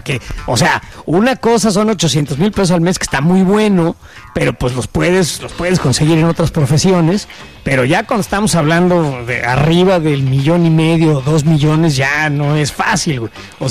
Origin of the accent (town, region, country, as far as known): Mexico; now in Chicago, United States